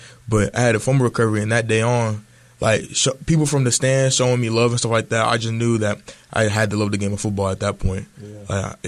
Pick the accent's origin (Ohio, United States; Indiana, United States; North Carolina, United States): North Carolina, United States; Concord; now in Elizabeth City, United States; I'm from Concord, North Carolina. That's like 15 minutes outside of Charlotte.